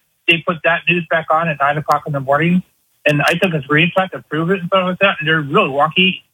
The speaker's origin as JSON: {"language": "English", "region": "New Jersey", "country": "United States", "said": "Yeah, I'm from New Jersey, North New Jersey, yep."}